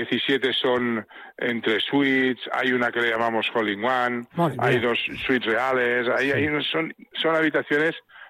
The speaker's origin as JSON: {"language": "Spanish", "town": "Barcelona", "region": "Catalonia", "country": "Spain", "said": "sí que he jugado mucho en San Cugat, yo soy de Barcelona."}